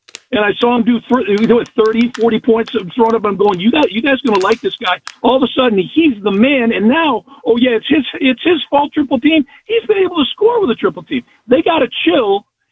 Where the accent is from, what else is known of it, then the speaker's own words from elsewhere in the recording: Chicago, Illinois, United States; and I'll say it because I'm from Chicago, right?